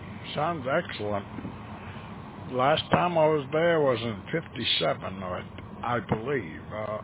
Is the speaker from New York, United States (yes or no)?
yes; Brooklyn, New York, United States; I'm originally from Brooklyn, New York. Different states all the time. How are you?